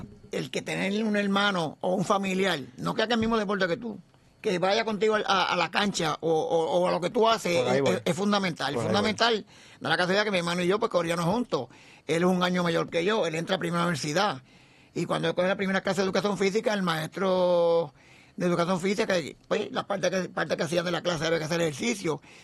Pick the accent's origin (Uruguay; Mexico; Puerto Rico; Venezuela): Puerto Rico; Toa Baja; born there; also born or lived in Cidra; llegamos a Toa Baja, pues, como te digo, yo nací en Sidra, nacimos 3 hermanos, los primeros 2 mayores fueron en Bayamón, los otros 3 que fueron mi hermano y yo, en Sidra, y nacimos por comadrona. No nacimos en el hospital, nacimos por comadrona.